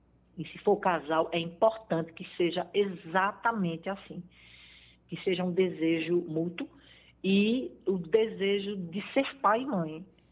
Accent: Recife, Pernambuco, Brazil; now in Gravatá, Brazil; eu sou de Recife e vim morar em Gravatá, já estou aqui há 10 anos.

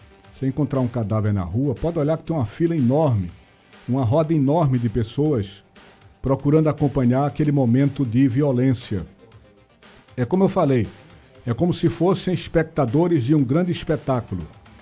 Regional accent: Olinda, Pernambuco, Brazil; em Olinda, a minha terra, onde eu moro

